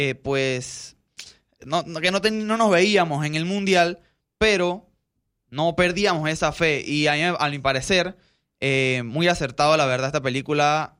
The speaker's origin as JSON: {"language": "Spanish", "country": "Panama", "said": "uno como panameño"}